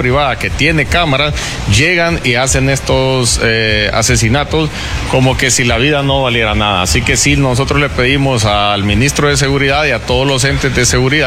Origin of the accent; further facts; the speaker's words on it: Cortés, Honduras; Yo soy de Cortés